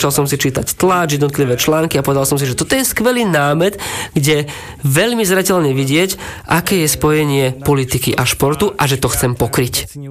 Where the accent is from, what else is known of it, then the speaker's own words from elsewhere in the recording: Poland; Slovak is a second language; keď na ulici v Abcházsku ma zastavil taký muž, ktorý sa spýtal, že odkiaľ som, ja že z Polska